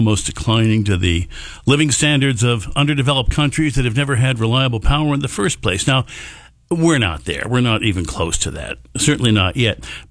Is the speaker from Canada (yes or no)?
no; New Jersey, United States; now in Rochester area, New York, United States; as a kid growing up in New Jersey